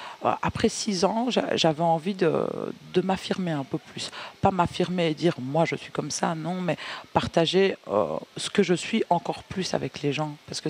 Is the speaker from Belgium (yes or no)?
yes; Liège, Wallonia, Belgium; born there; also born or lived in Georgia; j'ai grandi à Liège, ça fait 24 ans que je suis ici.